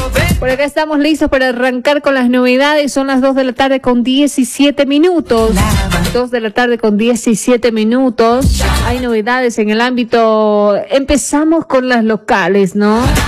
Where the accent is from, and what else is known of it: Ecuador